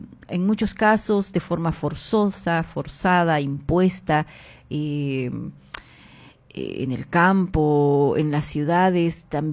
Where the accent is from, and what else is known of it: Bolivia